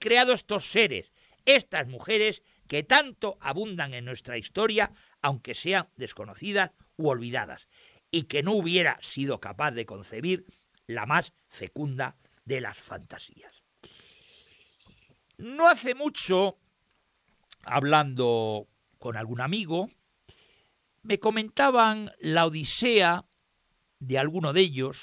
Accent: Santander, Cantabria, Spain; Yo, que soy de Cantabria, soy de Santander, el Portus Victorio de los romanos

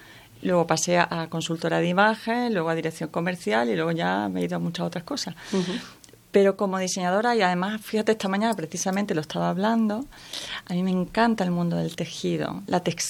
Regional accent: Seville, Andalusia, Spain; now in Costa de la Luz, Spain; Porque soy sevillana. De pura cepa, pero bueno, tengo ahí genética gaditana. Mi abuelo era de Sanlúcar de Barrameda.

